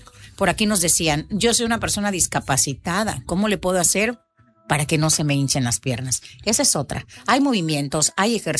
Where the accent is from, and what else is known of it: Mexico